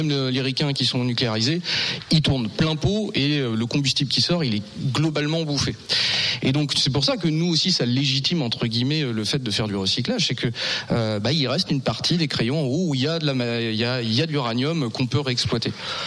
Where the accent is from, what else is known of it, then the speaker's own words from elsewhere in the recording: La Hague, Normandy, France; chez nous dans la Hague